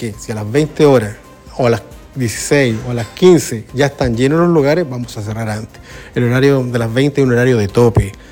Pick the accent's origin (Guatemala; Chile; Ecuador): Chile; al rallista chileno, a todos los que somos chilenos